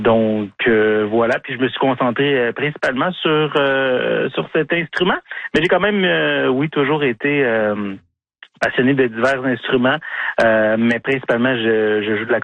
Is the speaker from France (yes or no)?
no; Saint-Justin, Quebec, Canada; Je suis natif de la Mauricie, donc de Saint-Justin plus précisément.